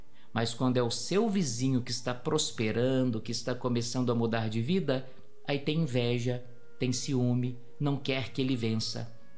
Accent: Brazil; nós somos brasileiros

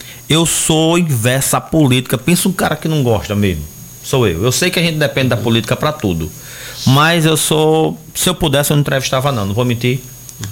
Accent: Brazil; o Jailton também é do bairro Senhor do Bonfim, onde eu nasci e me criei por ali.

